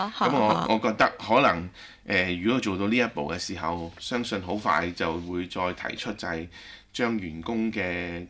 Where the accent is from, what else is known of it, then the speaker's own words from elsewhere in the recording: Australia; 咁所以呢個就作為澳洲人可能都係有啲自豪啩。